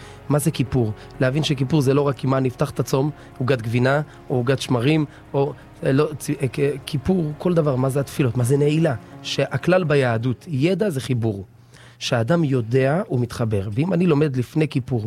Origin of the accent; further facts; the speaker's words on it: Beersheba, Southern District, Israel; אני יליד מערב שבע, 32 שנה בשכונה, הורים שלי 34, דור שלישי באלת.